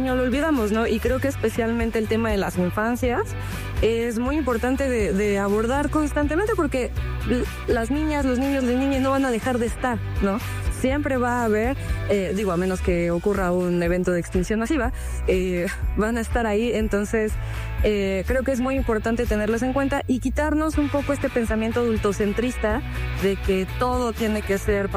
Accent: Mexico City, Mexico; quienes crecimos, sobre todo en la Ciudad de México y área metropolitana

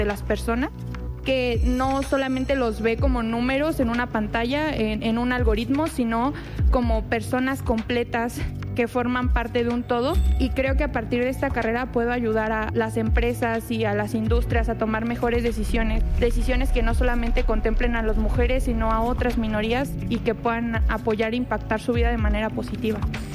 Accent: State of Mexico, Mexico; Crecí en el Estado de México

